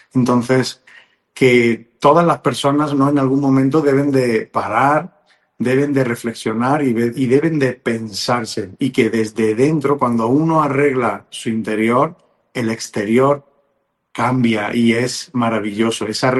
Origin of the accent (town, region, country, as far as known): Spain; now in Mexico